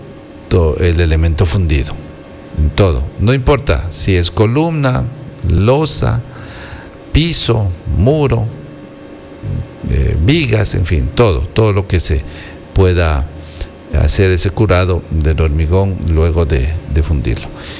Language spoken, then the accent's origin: Spanish; Ecuador; Nosotros, como ecuatorianos